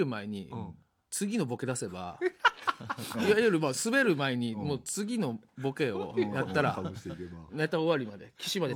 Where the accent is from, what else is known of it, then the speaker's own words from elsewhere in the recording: Kagoshima, Japan; moved away as an adult; now in Tokyo, Japan; 僕は鹿児島なんですよ